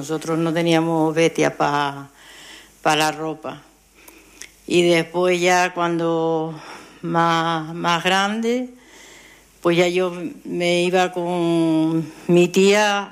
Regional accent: San Cristóbal de La Laguna, Canary Islands, Spain; yo nací en el Valle de Abares, mis abuelos eran del Batán, mi padre de Taganana, y nosotros nacimos en el Valle de Tabares.

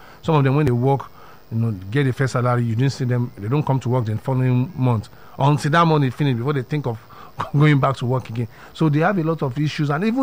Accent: Nigeria

